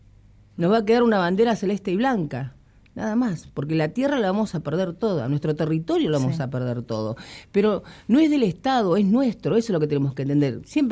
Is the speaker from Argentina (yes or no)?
yes; Argentina; somos argentinos, somos argentinas, tenemos que defender esta patria.